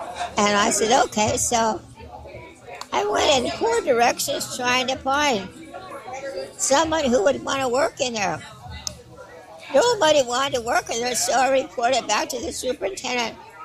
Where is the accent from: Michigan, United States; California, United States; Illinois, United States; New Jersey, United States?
California, United States; because I'm not from here. I'm from the Bay Area.